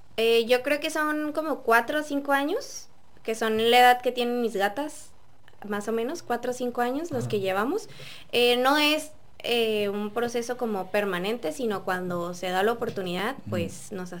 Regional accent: Tijuana, Baja California, Mexico; soy una joven de 28 años, soy de Tijuana, nací, crecí en Tijuana, nací en las 5:10, entonces dice mi papá que no puedo ser más tijuanense

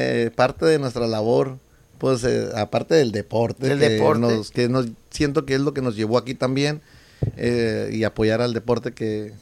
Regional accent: Mexico; born there; Soy del barrio de La Cachona.

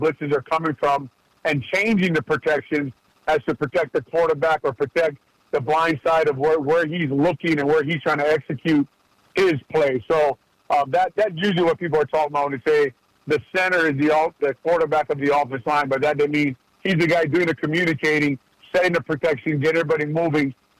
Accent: Hawaii, United States; I hadn't left the island a lot at that time. I grew up in Hawaii. I consider myself a real island boy at that time.

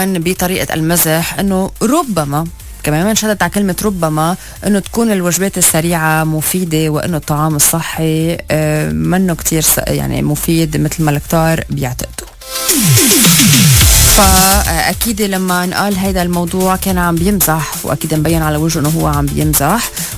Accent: Lebanon; احنا كلبنانيين

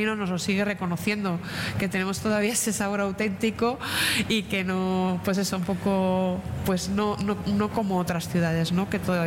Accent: Burgos, Castile and León, Spain; soy de Burgos y siempre he estado allí

